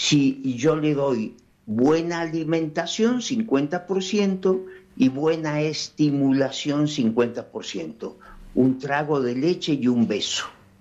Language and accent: Spanish; Argentina; un país como el nuestro, enormemente grande, enormemente rico y peligrosamente vacío.